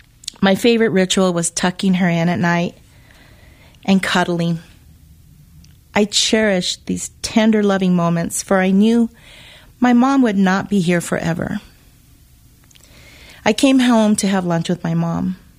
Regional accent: Española, New Mexico, United States; born there; I was born in Española, New Mexico, July 11, 1965. I had many Navajo, Zuni, Laguna, Pueblo native friends.

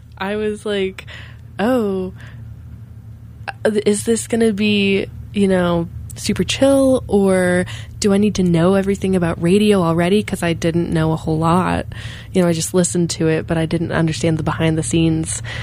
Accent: Carbondale, Colorado, United States; I grew up in Carbondale

